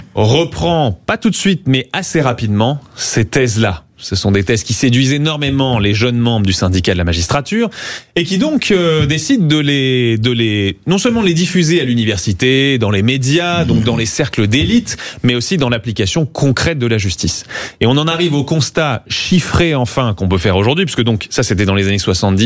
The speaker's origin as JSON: {"language": "French", "country": "Canada", "tie": "born or raised there", "said": "Moi, j'ai grandi au Canada, par exemple. Le Canada est un pays très sûr."}